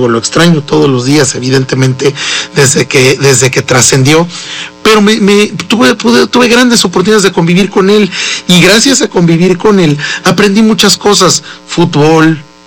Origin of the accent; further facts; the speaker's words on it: Puebla, Mexico; Somos auténticamente poblanos. Aquí nacimos, aquí nos criamos, aquí estamos criando a nuestros hijos, mi hermana, yo, mi tía